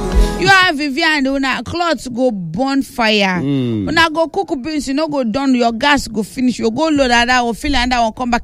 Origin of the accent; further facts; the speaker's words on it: Lekki, Lagos, Nigeria; from Lekki.